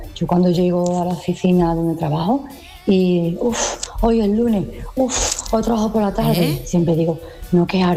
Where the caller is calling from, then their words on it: Seville, Andalusia, Spain; Buenos días desde Sevilla.